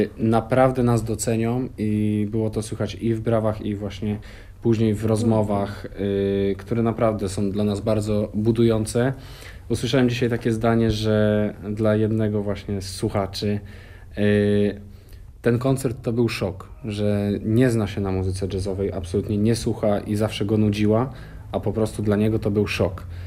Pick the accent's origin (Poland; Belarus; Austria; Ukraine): Poland; Kalisz, Greater Poland Voivodeship; też jestem z Kalisza